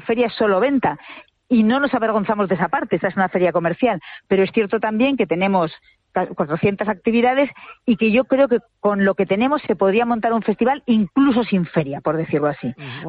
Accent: Zaragoza, Aragon, Spain; de mi tierra, por cierto, de Zaragoza

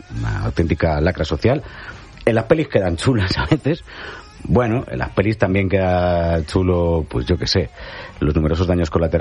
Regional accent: Galicia, Spain; moved away; He hecho una escapada muy expresa a mi tierra

